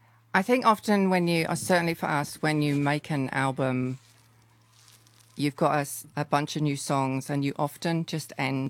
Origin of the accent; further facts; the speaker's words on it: Ely, East of England, United Kingdom; born or raised there; moved away as an adult; now in New Zealand